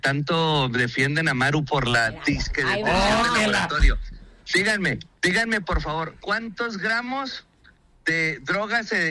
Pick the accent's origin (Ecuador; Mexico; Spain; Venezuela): Mexico; Digo, pues, yo porque yo soy mexicano, ¿ah?